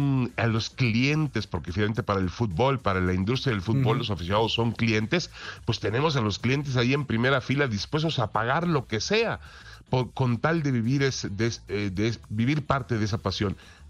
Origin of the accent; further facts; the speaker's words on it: Mexico; Nada iba a cambiar, si México es campeón del mundo, nada iba a cambiar en los muchos problemas que confrontamos los mexicanos todos los días, eso está claro, ¿no?